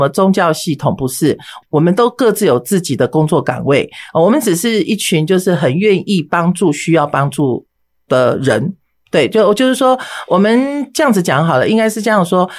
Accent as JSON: {"language": "Chinese", "country": "Taiwan", "tie": "born there", "said": "我父母都是外省人，都是外省，都是大陆人齁。好，那我是出生在台湾的外省的第二代。那么我们从小从出生在郑先生里面是没有在拿香拜拜的。"}